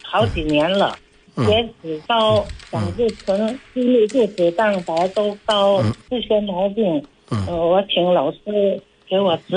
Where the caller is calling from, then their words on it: Guangdong, China; Chinese is a second language; 看我是广东人，说话都。不太标准